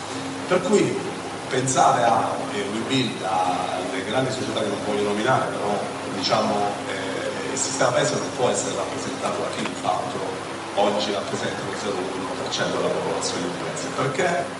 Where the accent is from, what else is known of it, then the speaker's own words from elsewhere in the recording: Sicily, Italy; Intanto, essendo siciliano, devo esprimere un parere sulle infrastrutture e sul ponte